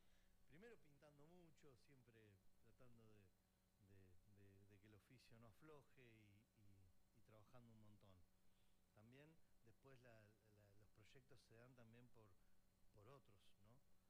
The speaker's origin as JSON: {"language": "Spanish", "town": "Centenario", "region": "Neuquén", "country": "Argentina", "tie": "born or raised there", "moved": "as an adult", "lives_now": "Cinco Saltos, Argentina", "said": "Soy de Centenario, oriundo de la ciudad."}